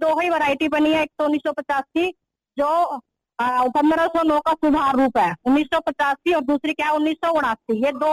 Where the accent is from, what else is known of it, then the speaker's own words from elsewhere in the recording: Haryana, India; जैसे मैं हरियाणा से हूँ